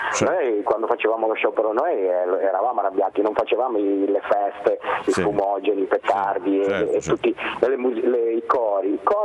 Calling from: Savona, Liguria, Italy; Siamo da Savona

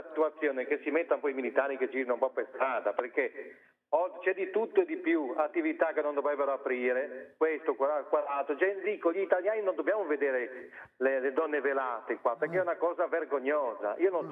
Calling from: Genoa, Liguria, Italy; se io sono di Sestri

